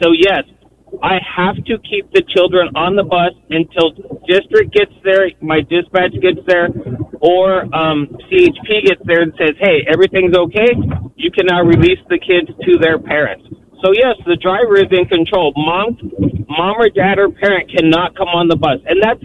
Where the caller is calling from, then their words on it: California, United States; So I am a school bus driver in California.